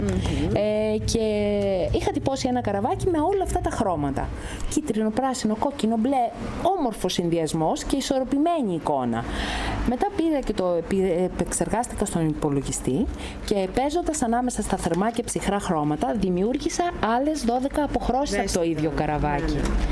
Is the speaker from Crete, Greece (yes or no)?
no; Kallirachi, East Macedonia and Thrace, Greece; πιστεύω ότι θα μπορούσα να δώσω και ένα μικρό λιθαράκι πολιτισμού το χωριό μου, στην πατρίδα μου. Έχει τόσα παιδιά εδώ, έχει 55 στο δημοτικό και άλλα δεν ξέρω πόσα στο επαγγελματικό λύκειο που είναι παράρτημα της Χρυσούπολης, που έχουμε εδώ στην Καλλιράχη